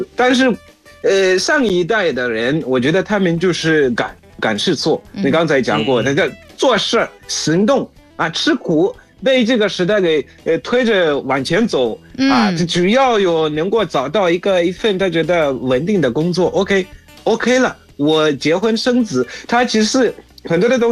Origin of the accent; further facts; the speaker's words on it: Zimbabwe; 我是来自津巴布韦的